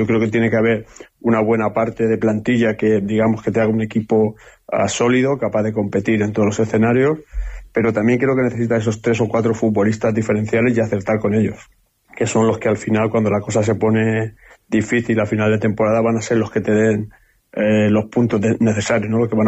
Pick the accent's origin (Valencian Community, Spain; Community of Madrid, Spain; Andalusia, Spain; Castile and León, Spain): Valencian Community, Spain; Elche; Yo soy de Elche, ¿no? No soy de Aragón